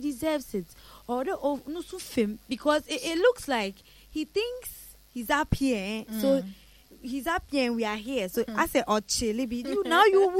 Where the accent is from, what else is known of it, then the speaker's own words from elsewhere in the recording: Ghana; As Ghanaians